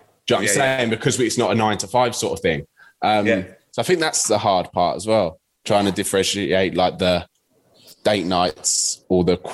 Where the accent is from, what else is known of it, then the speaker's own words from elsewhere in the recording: England, United Kingdom; although it was a little bit difficult because Paige is Scottish and I'm English, eh?